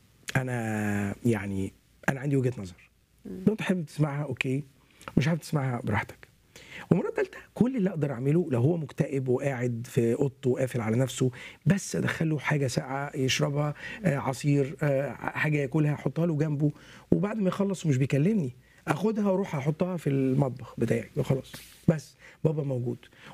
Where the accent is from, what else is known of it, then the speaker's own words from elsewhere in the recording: Egypt; عندنا في مصر